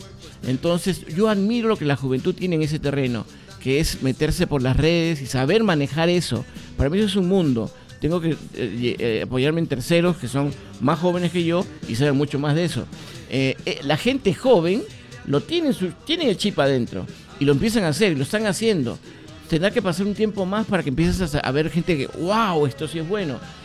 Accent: Peru; en mi Perú, en mi país

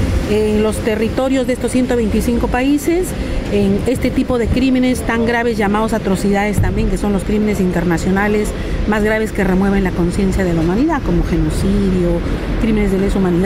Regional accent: Trujillo, La Libertad, Peru; ahora sí le hice acordar que no solamente somos trujillanos, sino peruanos, sino trujillanos, y que se come rico ceviche, y que se come el rico cabrito

